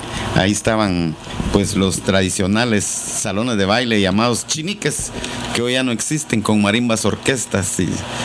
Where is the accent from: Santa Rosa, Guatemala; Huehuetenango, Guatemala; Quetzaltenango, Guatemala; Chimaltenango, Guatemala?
Santa Rosa, Guatemala; Barberena; now in Petén, Guatemala; pero en mi tierra natal, Barberena, Santa Rosa